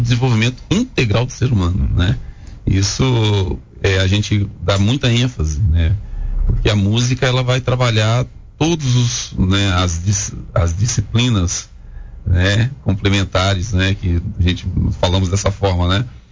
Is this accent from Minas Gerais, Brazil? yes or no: no; Paraná, Brazil; born there; moved away; also born or lived in Espírito Santo; eu nasci no interior do Paraná, nós éramos da Boia Fria.